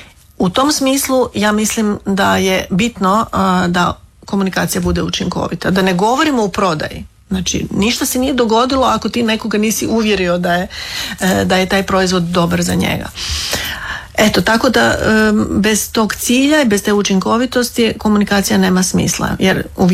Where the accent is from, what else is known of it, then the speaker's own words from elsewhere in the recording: Slavonia, Croatia; Kao što se kod mene možda ne čuje toliko, jer sam odrasla u Slavoniji, gdje se govori, gdje i naglasci nisu toliko, toliko izraženi.